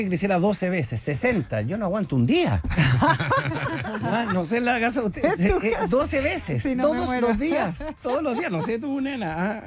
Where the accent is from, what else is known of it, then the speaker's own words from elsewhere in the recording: Osorno, Los Lagos, Chile; Somos del sur, somos de Osorno.